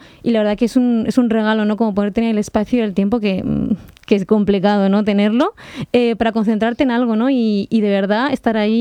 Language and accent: Spanish; Logroño, La Rioja, Spain; born there; also born or lived in Ecuador; now in Madrid, Spain; yo soy de origen de Ecuador y vivo ya desde los 2 años en España, en La Rioja en concreto, y ahora estoy residiendo en Madrid